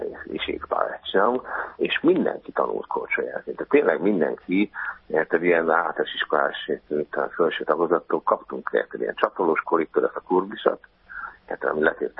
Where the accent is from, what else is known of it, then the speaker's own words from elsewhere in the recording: Dunavarsány, Pest, Hungary; én Dunavarsájban születtem